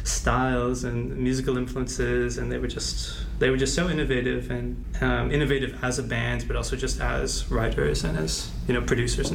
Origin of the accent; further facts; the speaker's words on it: Orillia, Ontario, Canada; I'm Canadian and... I'm from a small town called Orillia, a couple hours north of Toronto. And I don't know, maybe there's like a small town accent thing or something, but like, I don't know, my family doesn't think I have an accent